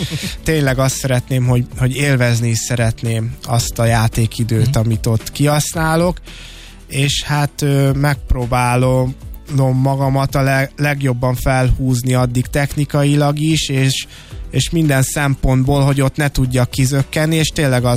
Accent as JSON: {"language": "Hungarian", "town": "Hévíz", "region": "Zala", "country": "Hungary", "tie": "born or raised there", "said": "Maga egyébként a videó hanganyag is egy szülővárosom általi kezdeményezésből indult"}